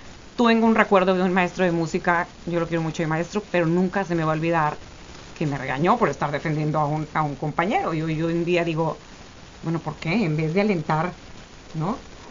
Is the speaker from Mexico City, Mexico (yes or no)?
no; Tamaulipas, Mexico; moved away as an adult; also born or lived in Monterrey; tengo tantos años, soy de Tamaulipas